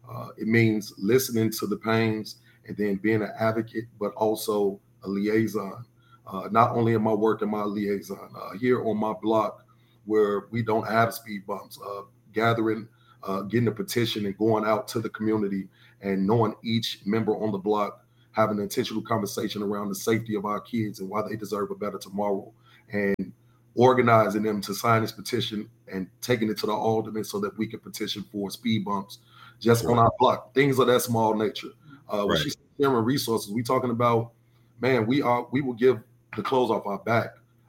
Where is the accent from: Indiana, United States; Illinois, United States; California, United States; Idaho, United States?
Illinois, United States; Chicago; I'm from South Shore, man. I'm from South Shore. I went to South Shore High School. I moved to South Shore probably about 2 years before I went to high school.